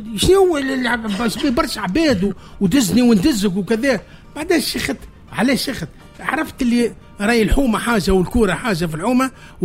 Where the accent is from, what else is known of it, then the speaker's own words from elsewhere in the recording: Tunis Governorate, Tunisia; نقول لك انا ولد جبل لحم نقراو في جبل نقراو في الكومباتون il y avait une seule école primaire في المنطقه ديك